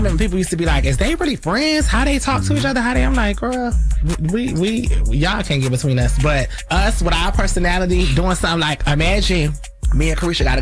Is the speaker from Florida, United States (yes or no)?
yes; Florida, United States; born or raised there